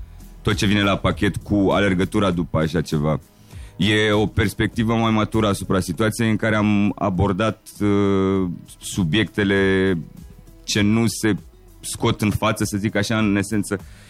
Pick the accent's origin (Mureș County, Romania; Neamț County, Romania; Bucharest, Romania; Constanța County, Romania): Constanța County, Romania; Constanța; Eu sunt din Tomistrei.